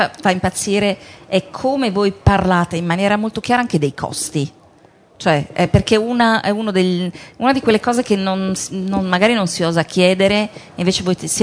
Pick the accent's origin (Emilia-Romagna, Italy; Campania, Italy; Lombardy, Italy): Lombardy, Italy; Io sono Brianzola.